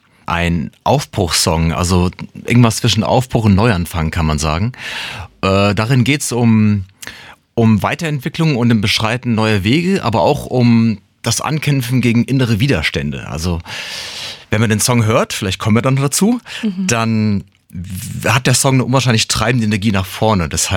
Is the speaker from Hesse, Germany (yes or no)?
yes; Frankfurt am Main, Hesse, Germany; moved away as an adult; now in Mainz, Germany; Ich bin ein Frankfurter Bub im Herzen, bin dort geboren, lange Zeit in dem Bereich aufgewachsen und ja, Jahre später hat es mich dann irgendwie nach Wiesbaden, sage ich schon, das ist das andere, die andere Hauptstadt, nach Mainz gezogen.